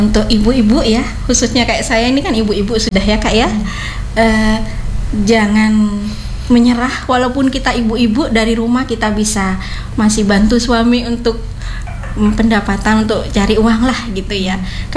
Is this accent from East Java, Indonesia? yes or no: yes; Bondowoso, East Java, Indonesia; moved away as an adult; now in Kupang, Indonesia; Kita satu kota kak, dari Bondowoso, Jawa Timur.